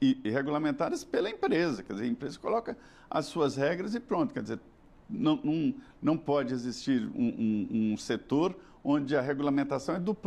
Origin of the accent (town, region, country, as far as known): Medina, Minas Gerais, Brazil